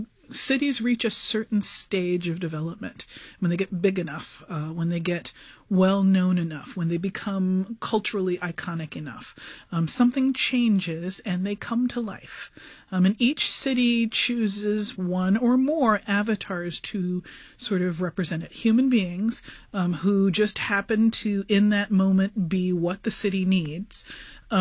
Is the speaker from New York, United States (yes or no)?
yes; New York, United States; Brooklyn was based on my own growing up in New York in the 80s, and so the advent of hip hop.